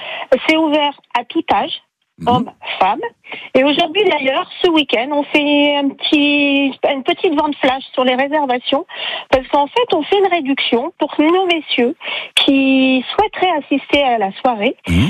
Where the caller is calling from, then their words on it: Sainte-Catherine, Hauts-de-France, France; Je suis à Sainte-Catherine, à côté d'Arras.